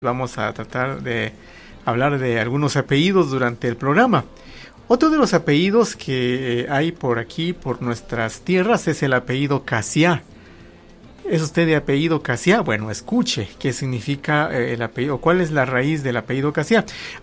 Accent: Guatemala; Parte de lo que es de nuestra identidad como guatemaltecos.

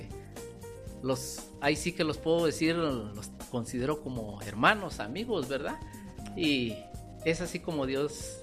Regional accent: San Juan Sacatepéquez, Guatemala Department, Guatemala; Yo soy puro sanjuanero, de acá de Guatemala

